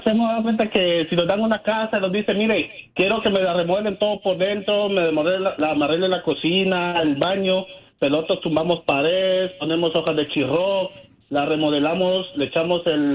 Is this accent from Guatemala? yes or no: yes; Guatemala; now in United States